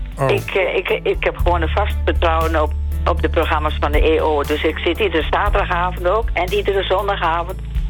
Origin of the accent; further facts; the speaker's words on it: Smilde, Drenthe, Netherlands; born there; moved away; we zijn allemaal uit de christelijke, maar ik kom uit Drenthe. Ik ben in Smilde geboren